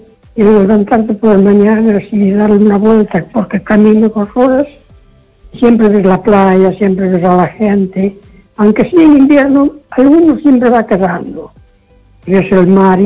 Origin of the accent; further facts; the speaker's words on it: Castro de Rei, Galicia, Spain; born there; now in Foz, Spain; yo nací en Caso de Rey, en Tierra Llana